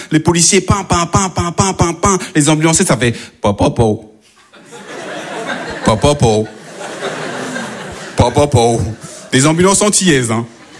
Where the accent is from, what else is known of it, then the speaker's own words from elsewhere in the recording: France; born there; Je lui dis non, madame, je suis pantillais, je suis d'origine malienne. Elle me dit c'est bizarre parce que vous parlez bien français. Je lui dis madame, si je parle bien français, c'est peut-être parce que je suis née en France